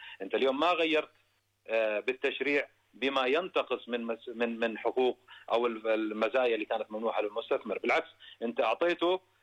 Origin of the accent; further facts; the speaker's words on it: Jordan; إحنا كانت عندنا بالأردن